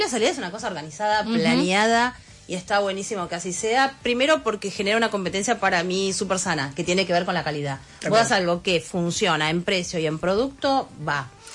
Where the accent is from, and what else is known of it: Argentina